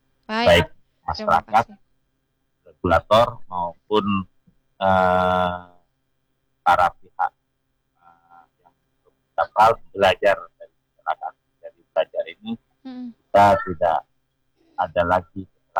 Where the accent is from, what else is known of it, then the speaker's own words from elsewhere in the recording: Madura, East Java, Indonesia; sebagai orang Madura